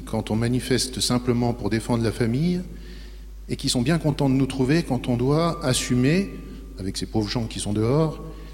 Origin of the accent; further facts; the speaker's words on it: France; je tiens à préciser que je suis un Français pure souche, comme beaucoup, c'est-à-dire à moitié calabrais.